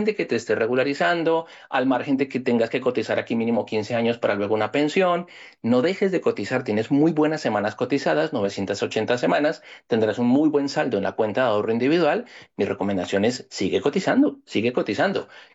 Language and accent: Spanish; Colombia; now in Madrid, Spain